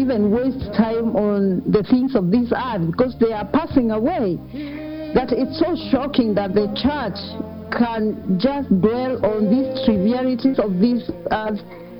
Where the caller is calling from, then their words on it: Nyali, Kenya; I'm calling you from Nyali and Larger Kwale.